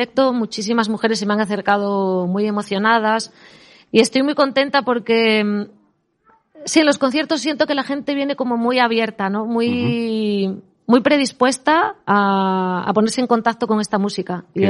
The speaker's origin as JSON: {"language": "Spanish", "town": "San Antolín de Ibias", "region": "Asturias", "country": "Spain", "said": "volverme a mi pueblo, que yo vivo en un pueblo de aquí de Asturias, en San Antolín de Ibias"}